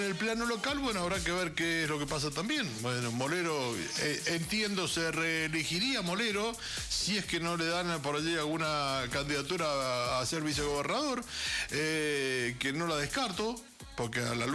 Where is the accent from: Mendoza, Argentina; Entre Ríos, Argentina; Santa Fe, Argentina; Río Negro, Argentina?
Mendoza, Argentina; Los mendocinos somos geniales, los mendocinos, porque se pone de moda Petri y todos van con Petri.